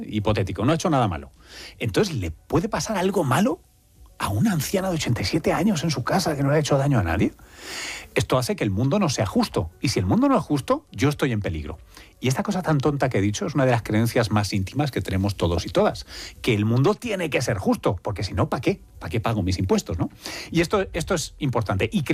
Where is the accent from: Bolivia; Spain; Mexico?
Spain; Tomelloso, Castilla-La Mancha; El de mi padre, mi familia. … de Tomelloso.